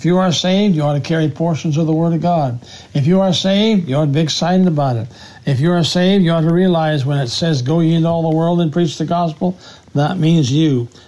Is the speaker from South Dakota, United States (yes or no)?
yes; South Dakota, United States; also born or lived in Ohio; told him I was a preacher from South Dakota and lived in Ohio